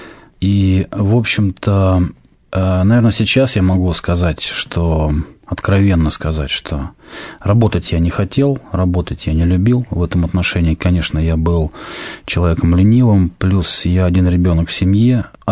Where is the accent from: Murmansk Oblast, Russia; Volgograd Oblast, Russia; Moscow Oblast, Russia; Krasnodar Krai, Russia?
Moscow Oblast, Russia; Podolsk; also born or lived in Novokuznetsk, Kemerovo Oblast, Russia; где-то, наверное, может быть, до 4 или до 5 лет прожил в Новокузнецке. Потом мы с мамой вдвоем переехали в Москву. И, в общем-то, с этого возраста, вот мне сейчас уже 39, мы живем здесь, в Москве, вот, если быть точнее, то Подольский район, Подольск.